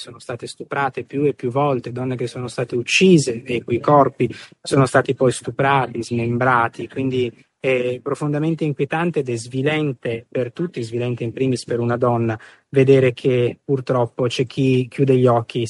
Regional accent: Nir Oz, Southern District, Israel; Veniamo da Niroz. Niroz è stato uno dei kibbutzim più colpiti dalla strage del 6 ottobre, a poco più di 2 chilometri da Khan Yunis

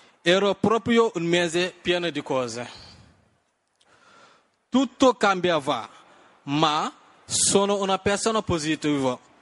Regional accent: Louga, Senegal; also born or lived in Ngansar; now in Italy; Sono nato in un piccolo villaggio che si chiama Ngansar, ma sono cresciuto a Louga.

